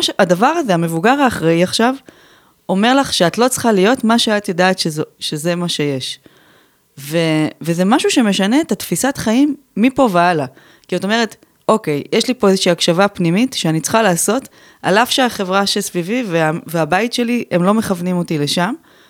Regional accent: Beersheba, Southern District, Israel; ותמיד בעצם התחושה כבאר שבעית כאילו הייתה שאנחנו לא שייכות למרחב הזה. כאילו שהאנשים שלי הם בתל אביב.

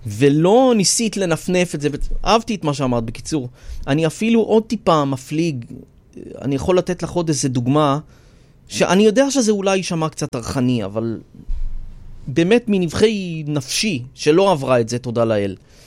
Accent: Rishon LeZion, Central District, Israel; born there; אני אוהד את הקבוצה של העיר שנולדתי בה, שזה עירוני ראשון.

